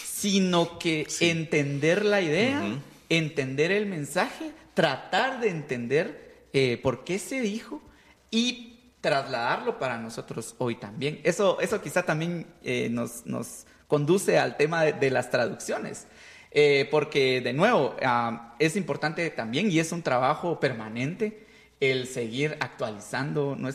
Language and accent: Spanish; Guatemala